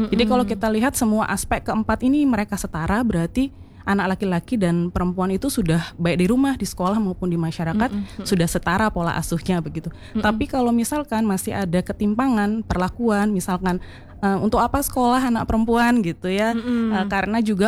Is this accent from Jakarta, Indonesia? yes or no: no; Bali, Indonesia; kita orang Bali